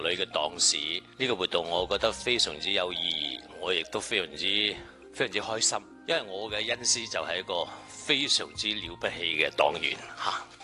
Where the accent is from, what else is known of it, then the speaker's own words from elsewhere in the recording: Guangzhou, Guangdong, China; 我哋廣東、我哋廣州人嘅故事